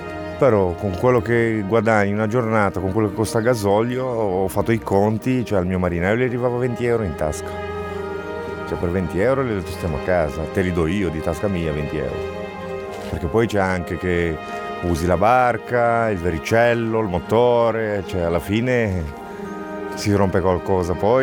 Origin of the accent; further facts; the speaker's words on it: Romania; Italian is a second language; now in Italy; io che sono rumeno